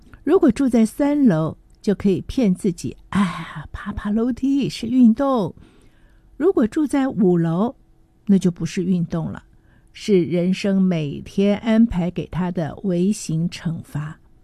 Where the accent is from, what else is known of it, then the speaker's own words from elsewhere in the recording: Taipei, Taiwan; 我想我们都是台北人啊。